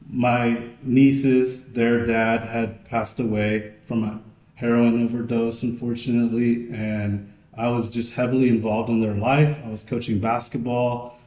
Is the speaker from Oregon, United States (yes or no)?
yes; Oregon, United States; I'm a middle child of seven. I grew up in Oregon